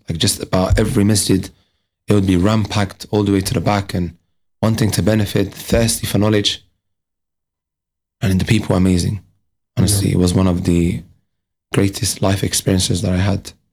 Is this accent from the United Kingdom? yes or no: yes; Leicester, East Midlands, United Kingdom; So I'm from Leicester, but I come visit her from time to time.